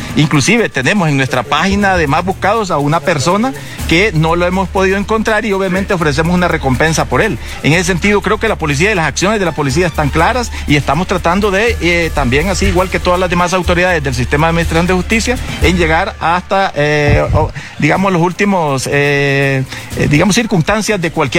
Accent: Honduras; nosotros como ciudadanos hondureños

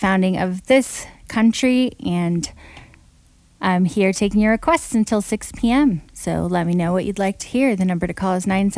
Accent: Santa Fe, New Mexico, United States; moved away; being from New Mexico makes my patriotism sort of a little jumbled, as Santa Fe, where I grew up, was actually founded in 1610

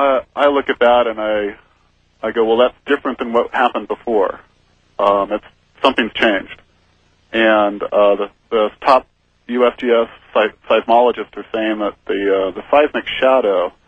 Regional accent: Hayward, California, United States; Yeah, that's a very active area. I grew up near Hayward, so I've got some local interest there.

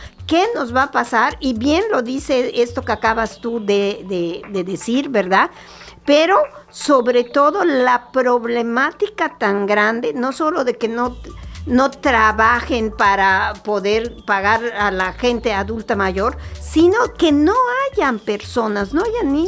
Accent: Mexico; los mexicanos tenemos que seguir siendo mexicanos

